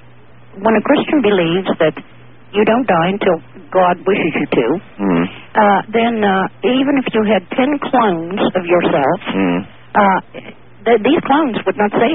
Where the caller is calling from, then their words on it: Meadville, Pennsylvania, United States; I'm calling from Meadville, Pennsylvania.